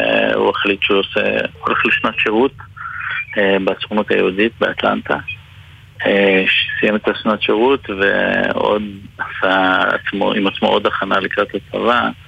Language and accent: Hebrew; Bar Giora, Jerusalem District, Israel; now in Rehovot, Israel; נולדנו במושב בר גיורא, נמצא ליד ירושלים, ואני עכשיו וגר ברחובות